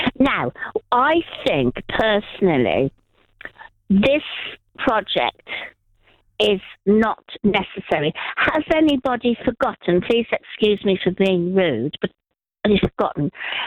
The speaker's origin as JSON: {"language": "English", "town": "Birmingham", "region": "West Midlands", "country": "United Kingdom", "tie": "born there", "also_born_or_lived": "London", "lives_now": "Devon, United Kingdom", "said": "I haven't always lived in Devon, by the way. I was born outside Birmingham and I lived in London and all over the place."}